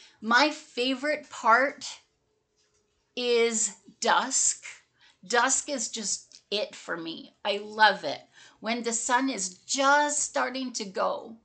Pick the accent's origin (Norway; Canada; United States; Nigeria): Canada; Fraser Valley, British Columbia; I grew up in the Fraser Valley of British Columbia.